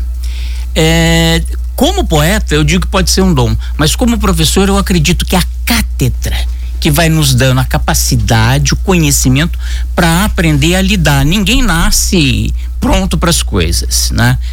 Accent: Aparecida, São Paulo, Brazil; born there; also born or lived in Lorena; now in Caraguatatuba, Brazil; eu sou nascido em Aparecida, tô aqui em Caraguatatuba, que eu adotei como minha cidade, metade da minha vida aqui

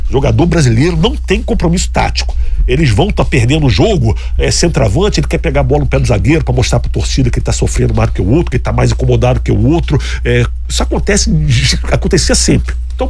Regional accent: Brazil; Não só como brasileiro

